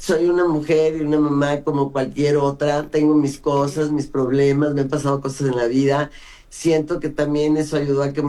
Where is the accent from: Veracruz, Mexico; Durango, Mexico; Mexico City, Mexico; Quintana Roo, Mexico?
Mexico City, Mexico; also born or lived in Brazil; cuando llegamos de Brasil, que se murió mi papá, nos fuimos a vivir a una vecindad de Clavería, que está al lado de Azcapotzalco, donde hice la preparatoria. Crecí en Popotla